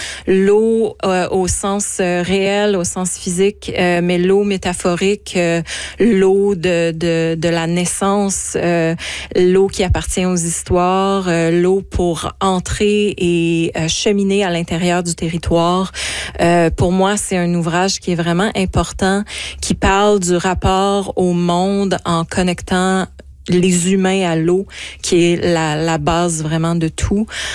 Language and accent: French; Outaouais valley, Quebec, Canada; je suis une personne qui a grandi dans la vallée de l'Outaouais. C'est un endroit rempli d'eau, donc c'est la grande rivière des Outaouais, tous ces affluents qui s'y jettent, les milliers de lacs qu'il y a dans la région où j'ai grandi, dans le Pontiac.